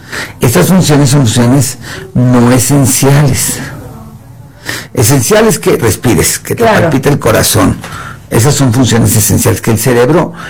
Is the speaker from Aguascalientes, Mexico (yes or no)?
no; Coacalco, State of Mexico, Mexico; No, ¿qué te pasa? ¿Por qué te metes con Coacalco?